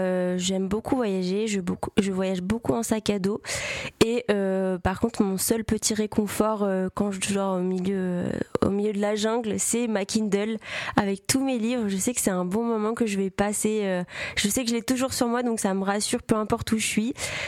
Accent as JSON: {"language": "French", "region": "Normandy", "country": "France", "also_born_or_lived": "Paris / Le Mans / Madrid / Croatia", "said": "je suis normande, mais comme je l'ai dit tout à l'heure, je suis nouvellement arrivée en Normandie, puisque j'ai vécu un peu partout en vrai. J'ai vécu un peu à Paris, un peu au Mans, un peu à Madrid, un peu en Croatie et à Nice"}